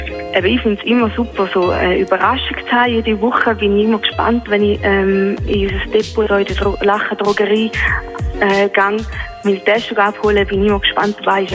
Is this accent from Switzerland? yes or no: yes; Stein, Switzerland; ich bin auf dem Land aufgewachsen, mit Stein oben, ihr kennt ja vielleicht das Dorf.